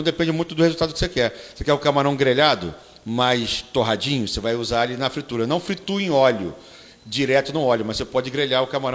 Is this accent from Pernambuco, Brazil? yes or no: no; Rio de Janeiro, Brazil; Eu sou do Rio.